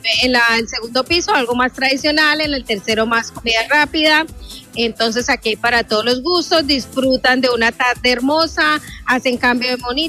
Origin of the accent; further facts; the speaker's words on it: Villavicencio, Meta, Colombia; yo soy de Villavicencio